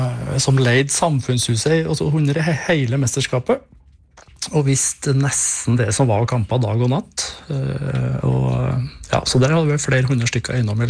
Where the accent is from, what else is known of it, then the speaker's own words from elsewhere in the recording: Trøndelag, Norway; now in Hadeland, Norway; Så jeg har bodd her nå i 15... Ja, over det. 17-18 år. Men jeg er trønder, ja. For all del.